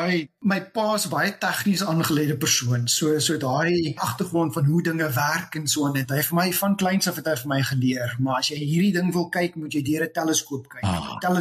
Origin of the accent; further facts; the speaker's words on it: Brackenfell, Western Cape, South Africa; Ja, so ek is maar 'n noordelike voorstede Kaapstad kind. Ek is gebore in Huisnaam, maar my ma het getrek Brackenfell toe ek omtrent so 2 jaar oud is. En ek het my hele lewe lank in Brackenfell spandeer.